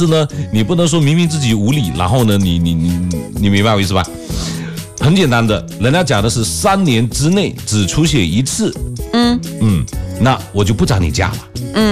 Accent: China

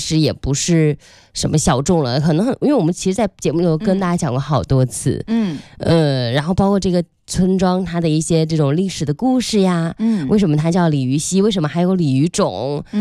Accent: China

